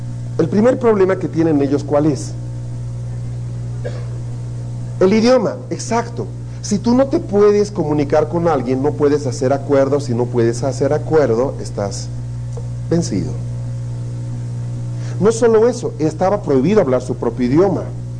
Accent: Bolivia; en mi país hay lugares donde la gente habla más o menos así. Habla muy lentito y cantado.

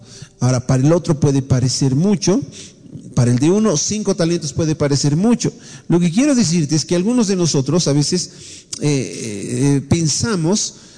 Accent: Bolivia; nosotros como nación boliviana tenemos lamentablemente esos factores bien enraizados en nuestra cultura.

